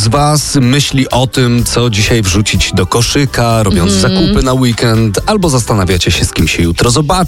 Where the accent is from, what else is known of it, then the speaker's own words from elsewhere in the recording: Kraków, Lesser Poland, Poland; my z Olką jesteśmy od pieniędzy, z tego względu, że jesteśmy z Krakowa.